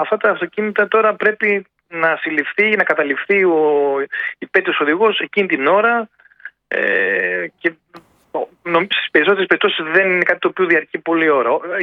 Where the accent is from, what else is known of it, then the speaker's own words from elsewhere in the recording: Samos, North Aegean, Greece; now in Attica, Greece; στην πατρίδα, πατρίδα μου, τη Σάμου, το νησί μου, το οποίο περαγαπώ και πάρα πολύ ωραίο νησί.